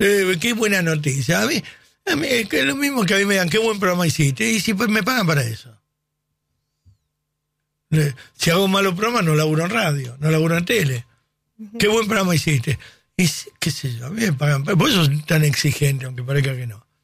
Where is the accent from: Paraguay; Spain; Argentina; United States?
Argentina; Pero hablo como argentino.